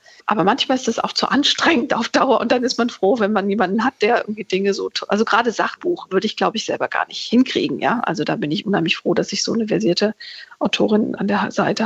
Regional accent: Dietzenbach, Hesse, Germany; in meinem Jugendzimmer in Dietzenbach, wo ich aufgewachsen bin

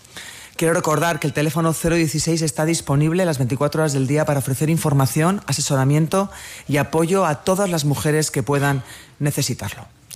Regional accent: Navarre, Spain; pues me voy a llevar el apunte cultural de hoy, martes, a mi tierra, Navarra.

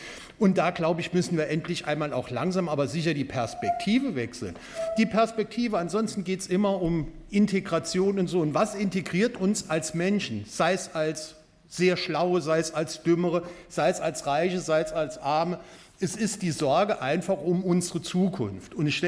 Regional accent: Neunkirchen, Saarland, Germany; Ich bin ja auch einer der wenigen hier im Plenum, die aus Neuenkeie stamme, die gebürtiger Neuenkeier sind und die um die Bedeutung des Kohlhofs wissen.

